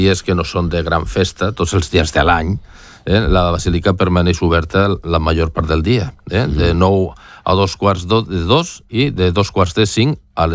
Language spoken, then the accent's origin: Catalan; Barcelona, Catalonia, Spain; els que som d'aquí